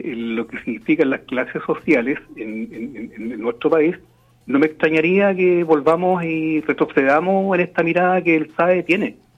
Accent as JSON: {"language": "Spanish", "town": "Constitución", "region": "Maule", "country": "Chile", "tie": "born or raised there", "said": "yo lo estoy viendo incluso en mi pueblo, que es bastante chico comparado con ustedes, Constitución"}